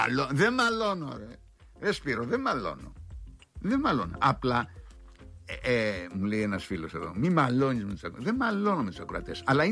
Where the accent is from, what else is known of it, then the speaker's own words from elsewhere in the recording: Epirus, Greece; Δεν είμαι από την Κρήτη για να είμαι βασιλάκης, είμαι υπηρώτης και